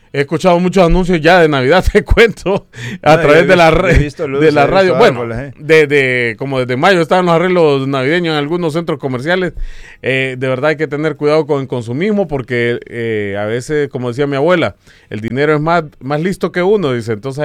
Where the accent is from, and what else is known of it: Tegucigalpa, Francisco Morazán, Honduras